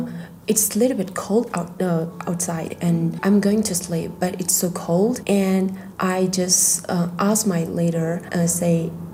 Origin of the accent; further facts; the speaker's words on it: Tibet, China; I always share them about my hometown, our traditional clothes, traditional foods, and famous building like Patala Palace, Chokkang Temple, and unique view.